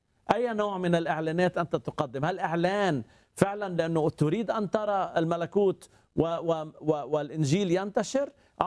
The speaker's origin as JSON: {"language": "Arabic", "country": "Lebanon", "said": "عندنا بلبنان"}